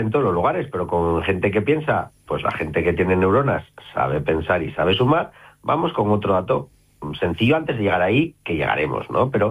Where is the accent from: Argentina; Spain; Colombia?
Spain; Somiedo, Asturias; born there; mi pueblo Somiedo